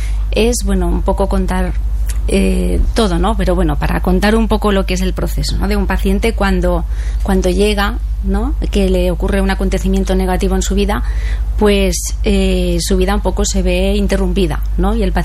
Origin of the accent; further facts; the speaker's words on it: La Vall d'Uixó, Valencian Community, Spain; soy de la Vall